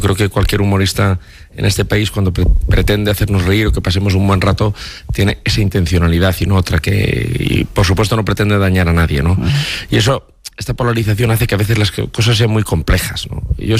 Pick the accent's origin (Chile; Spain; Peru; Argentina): Spain; Valencian Community; de lo que somos los valencianos.